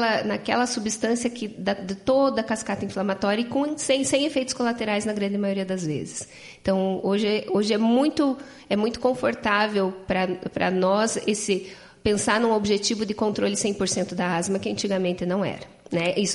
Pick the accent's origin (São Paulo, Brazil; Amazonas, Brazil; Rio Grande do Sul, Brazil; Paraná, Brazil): Paraná, Brazil; Castro; born there; Eu sou nascida em Castro.